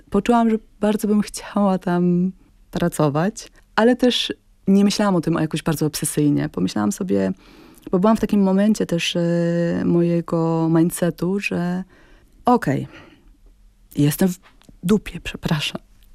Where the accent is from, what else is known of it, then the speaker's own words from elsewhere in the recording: Silesian Voivodeship, Poland; moved away as an adult; now in Warsaw, Poland; mieszkam pod Częstochową